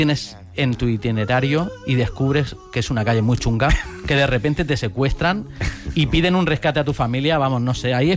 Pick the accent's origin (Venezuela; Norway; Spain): Spain; Orihuela, Valencian Community; Veniros a mi pueblo, Orihuela.